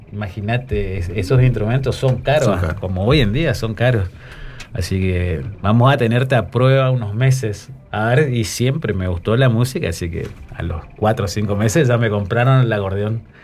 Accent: Formosa, Argentina; Yo soy de Formosa.

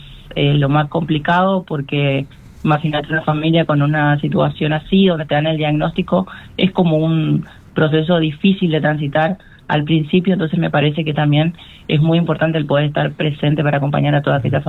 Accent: Corrientes, Argentina; born there; yo nací, siempre cuento, en el Hospital Vidal.

